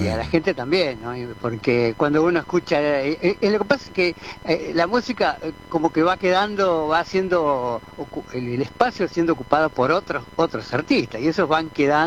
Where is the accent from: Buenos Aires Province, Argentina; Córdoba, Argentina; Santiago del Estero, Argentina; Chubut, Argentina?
Buenos Aires Province, Argentina; La Plata; born there; also born or lived in General Madariaga; yo viví mucho tiempo en La Plata, no sé, nací en La Plata y también en General Madariaga